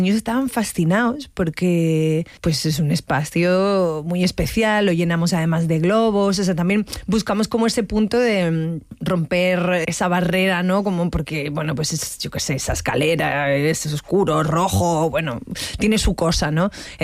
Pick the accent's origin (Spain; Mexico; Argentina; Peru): Spain; Canary Islands; A ver, es que yo soy canaria, entonces yo pienso tropical y pienso en frutas.